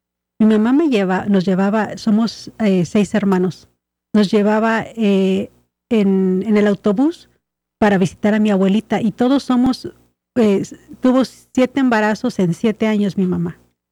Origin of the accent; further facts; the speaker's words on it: Mexico; Y yo, como buena mexicana, digo, pues, burritos y tamales.